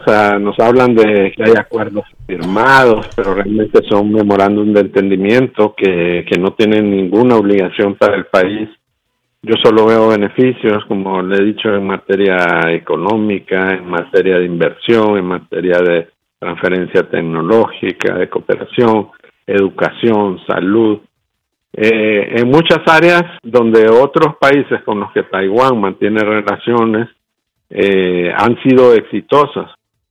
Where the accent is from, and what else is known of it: Honduras